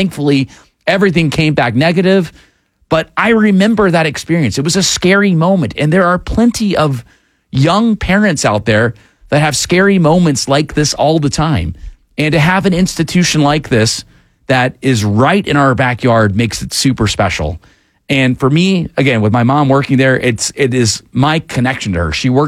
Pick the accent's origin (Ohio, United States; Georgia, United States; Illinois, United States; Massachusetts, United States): Georgia, United States; Atlanta; I grew up in Atlanta, so I've always known this institution to be what it is.